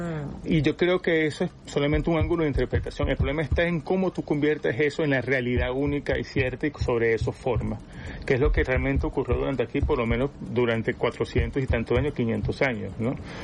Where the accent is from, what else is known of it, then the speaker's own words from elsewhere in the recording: Venezuela; lo que somos como venezolanos, de las identidades de lo que somos como venezolano